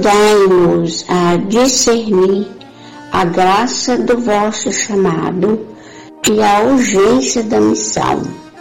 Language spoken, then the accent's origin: Portuguese; Itabirinha, Minas Gerais, Brazil; now in Nova Almeida, Serra, Brazil; sou de Tabirinha de Mantena, Minas Gerais. Atualmente, estou em Nova Almeida, em missão do Instituto Franciscano, Nova Almeida, Serra.